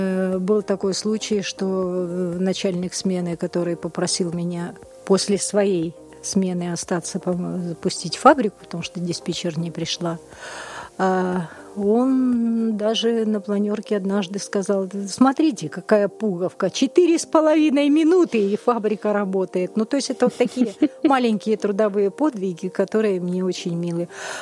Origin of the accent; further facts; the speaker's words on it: Suntar, Sakha Republic, Russia; born there; also born or lived in Aikhal; В Сунтарах я родилась.